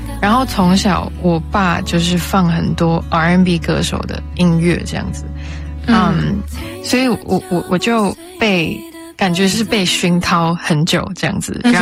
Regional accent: Netherlands; 小时候在荷兰的时候，我爸妈就买很多那种玩具给我

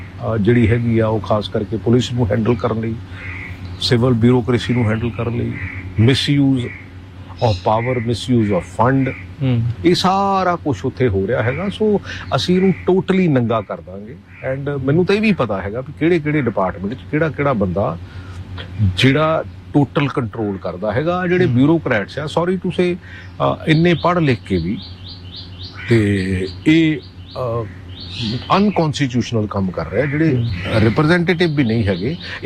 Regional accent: Punjab, India; ਪੰਜਾਬੀ ਵੀ feel proud ਕਿ ਹਾਂ ਵੀ ਅਸੀਂ ਪੰਜਾਬੀ ਹਾਂ

